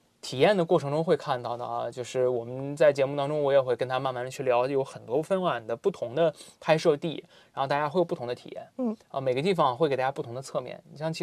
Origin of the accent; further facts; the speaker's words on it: Shanxi, China; 以前我们总说高粱，要么就是在我的老家山西，就是高粱面，就磨面